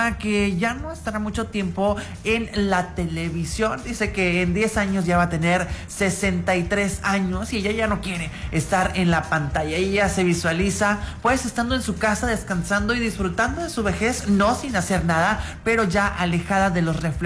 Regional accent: Mexico

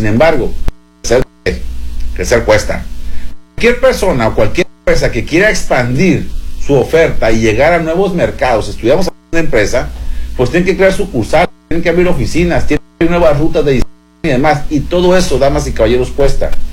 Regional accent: Mexico

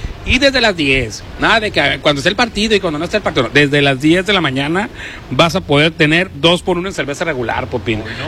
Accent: Mazatlán, Sinaloa, Mexico; yo soy de aquí, yo puedo soportar más el calor.

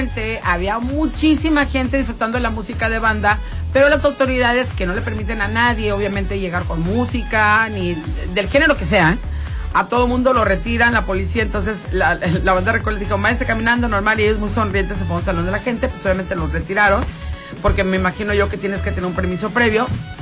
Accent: Mexico; nosotros mismos como mexicanos

